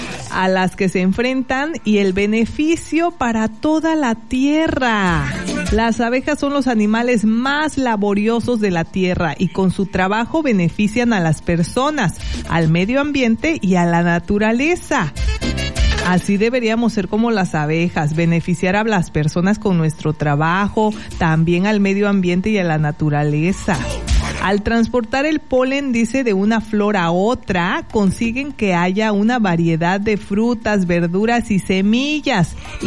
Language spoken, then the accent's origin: Spanish; Mazatán, Mexico; moved away; yo fui a Mazatán, allá mi pueblito, pues resulta que mi papá tiene un árbol de guanábana.